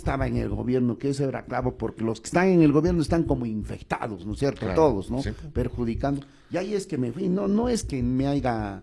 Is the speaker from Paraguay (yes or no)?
no; Peru